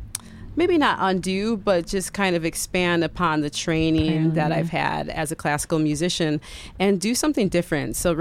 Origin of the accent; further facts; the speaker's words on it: Grafton, Wisconsin, United States; also born or lived in Savannah; I grew up in Grafton and Saucel.